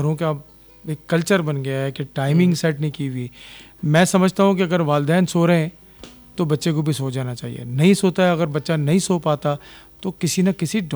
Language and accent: Urdu; Pakistan; جو ہم پاکستانی ہیں نا قوم